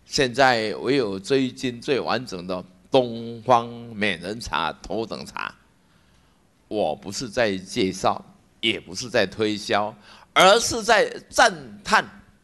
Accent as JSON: {"language": "Chinese", "country": "Taiwan", "said": "我们台湾人民"}